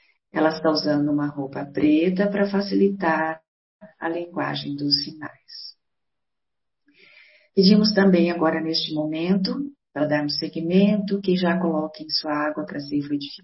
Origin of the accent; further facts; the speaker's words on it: Bueno Brandão, Minas Gerais, Brazil; sou de Minas Gerais, da cidade de Bueno Brandão.